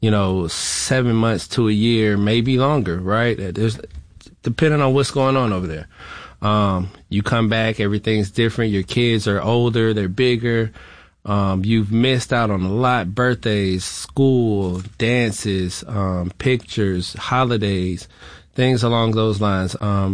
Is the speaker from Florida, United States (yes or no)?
yes; Florida, United States; it was 7 of us getting raised together. I was raised in Florida.